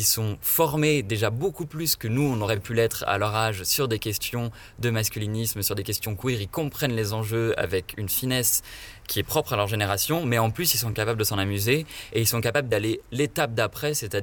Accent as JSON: {"language": "French", "region": "Nouvelle-Aquitaine", "country": "France", "said": "Moi, je viens de Charente-Maritime, une ville un peu plus grande qu'Aubenas, mais enfin c'est comparable."}